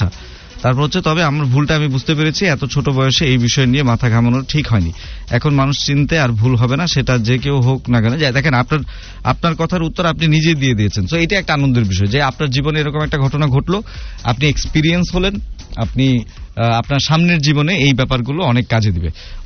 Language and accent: Bangla; Dhaka, Dhaka Division, Bangladesh; গ্রামের বাড়ি, আমি ঢাকার স্থানীয়, পুরান ঢাকার, পুরান ঢাকার কাছাকাছি।